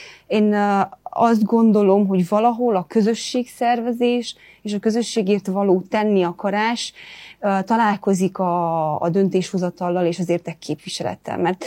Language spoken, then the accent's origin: Hungarian; Sic, Cluj County, Romania; Nagyon büszke vagyok arra, hogy Széken születtem és Széken nőttem fel. Nagyon erős helyi identitással ruházott ez fel